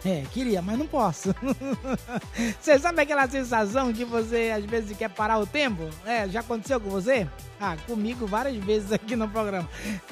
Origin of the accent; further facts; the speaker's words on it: Belém, Pará, Brazil; moved away; meus irmãos lá em Belém do Pará, lá da Igreja dos Correios, onde eu cresci, corri ali do lado da igreja, era menino